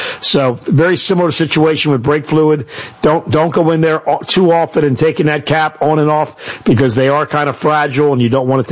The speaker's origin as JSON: {"language": "English", "country": "United States", "tie": "born there", "said": "I'm thankful that I'm an American. I'm thankful that I was born here, and thankful that I have the freedom to live here."}